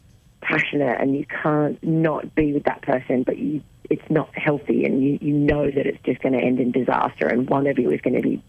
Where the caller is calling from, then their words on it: New South Wales, Australia; The Central Coast, New South Wales.